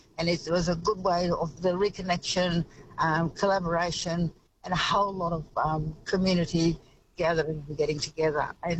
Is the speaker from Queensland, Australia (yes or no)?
yes; Cloncurry, Queensland, Australia; now in Townsville, Australia; And, you know, for me, my hometown is Cloncurry, and for me, coming back home, I've been in Townsville for, you know, 45 years plus